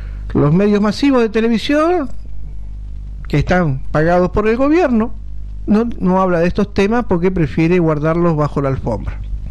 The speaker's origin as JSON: {"language": "Spanish", "country": "Argentina"}